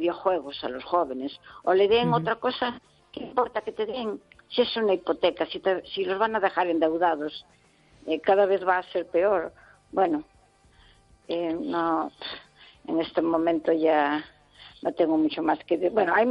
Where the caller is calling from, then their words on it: Pontevedra, Galicia, Spain; de Pontevedra.